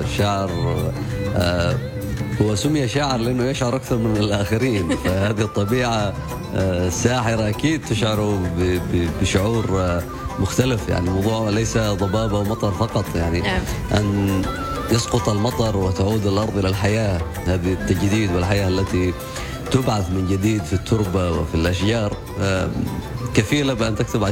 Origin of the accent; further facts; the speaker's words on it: Dhofar, Oman; نحن هنا في الجنوب